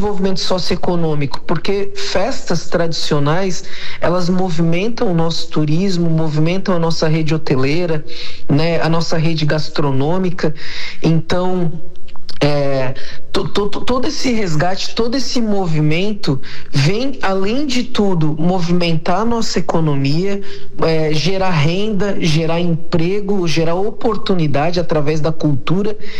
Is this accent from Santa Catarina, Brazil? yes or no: yes; Tubarão, Santa Catarina, Brazil; eu mesmo fui criado ali na Rua Piedade, na comunidade da Toca, né?